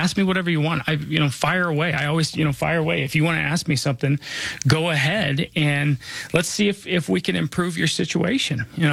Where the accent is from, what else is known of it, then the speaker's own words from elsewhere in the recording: Denver, Colorado, United States; Again, I was born and raised here in Denver. You know, I'm not just licensed here. This is where I call home.